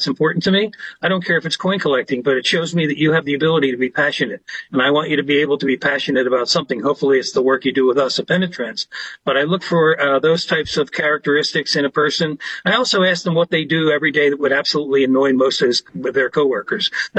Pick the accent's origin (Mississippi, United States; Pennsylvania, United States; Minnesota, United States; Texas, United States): Pennsylvania, United States; Philadelphia; Born and raised in Philadelphia, I am the youngest of three.